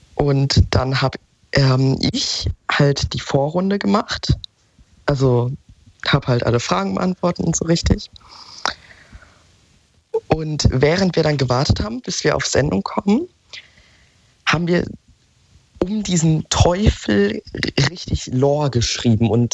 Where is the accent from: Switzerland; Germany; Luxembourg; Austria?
Germany; als Deutscher